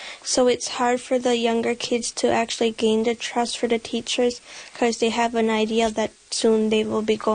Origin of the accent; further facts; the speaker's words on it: Hopedale, Newfoundland and Labrador, Canada; I'm from Hopedale, Labrador. What led me to this program is ever since I was a little girl, I always wanted to become a teacher, but more that I got older, I realized that it was truly what I wanted, because growing up in a small community